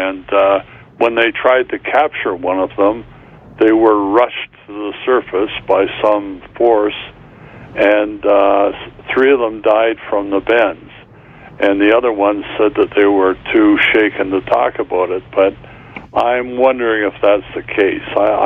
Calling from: Brantford, Ontario, Canada; I'm calling from Brantford.

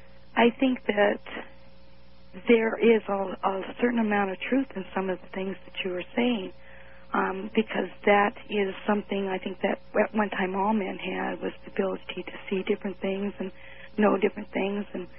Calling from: Seattle, Washington, United States; in Seattle.

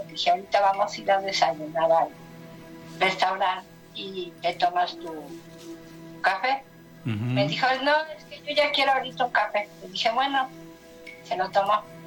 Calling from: Tlalnepantla, State of Mexico, Mexico; De Tlanepantla.

